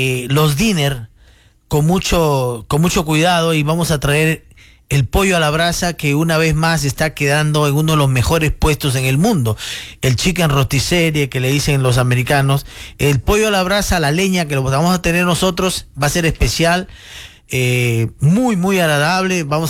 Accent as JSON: {"language": "Spanish", "country": "Peru", "said": "mostrando nuestro pisco peruano, que indudablemente orgulloso nosotros como los mexicanos de su tequila."}